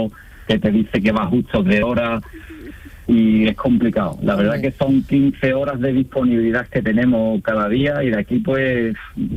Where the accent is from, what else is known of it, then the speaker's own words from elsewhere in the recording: Estella del Marqués, Andalusia, Spain; Pues yo soy de una pedanía rural de aquí de Jerez, soy de Estella del Marqués, pero estoy empadronado y actualmente vivo en Guadalcacín.